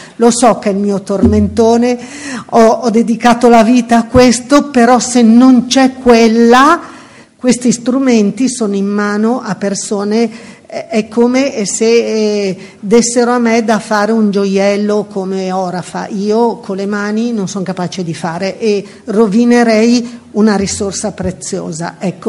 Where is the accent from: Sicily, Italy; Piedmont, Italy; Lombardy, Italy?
Lombardy, Italy; Milan; io come milanese